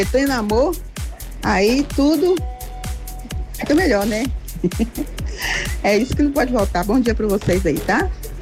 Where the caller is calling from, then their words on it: Brazil; de Vila Isa.